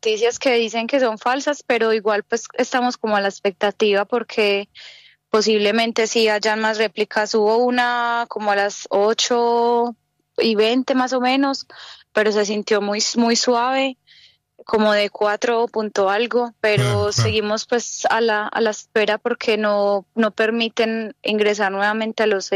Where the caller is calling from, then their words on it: Medellín, Antioquia, Colombia; Yo estoy en Medellín.